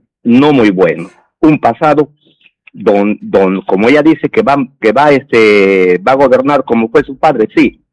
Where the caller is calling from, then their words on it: Peru; yo pienso y creo así como peruano